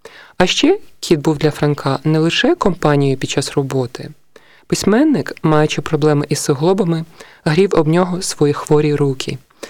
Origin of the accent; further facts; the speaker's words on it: Lviv, Lviv Oblast, Ukraine; Я народилася і виросла у Львові.